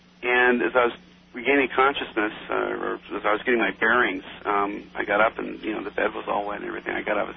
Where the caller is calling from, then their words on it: Los Angeles, California, United States; I'm in Los Angeles.